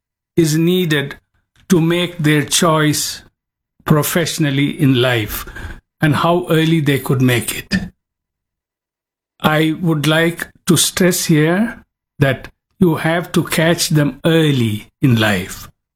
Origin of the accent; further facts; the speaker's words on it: Chennai, Tamil Nadu, India; I was born in India in an army home. Madras is my hometown, which is present-day Chennai.